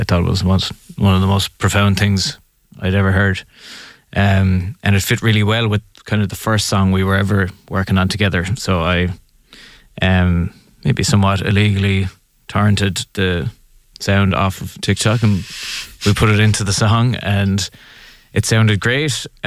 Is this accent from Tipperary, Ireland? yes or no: yes; Cahir, Tipperary, Ireland; I'm from Care in South Tipperary, and I'm a singer-songwriter.